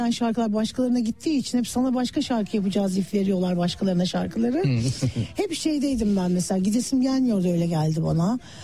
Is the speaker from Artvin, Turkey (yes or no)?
no; Istanbul, Turkey; Benim çocukluğum Yeşilçam sokağında geçti.